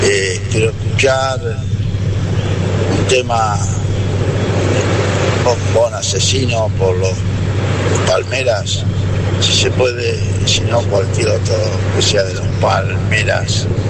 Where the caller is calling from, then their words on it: Santa Fe, Argentina; de San Chávez, Santa Fe.